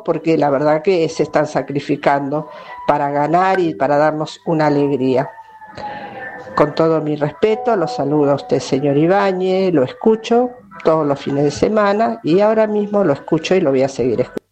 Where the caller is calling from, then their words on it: Argentina; nos merecemos los argentinos tener esta alegría con todo lo que uno está pasando. Yo soy una jubilada